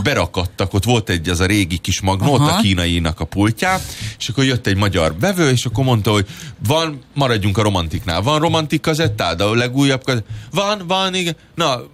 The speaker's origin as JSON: {"language": "Hungarian", "region": "Budapest", "country": "Hungary", "tie": "born or raised there", "said": "én 38 vagyok, és én, amikor Újpesten fölnőttem"}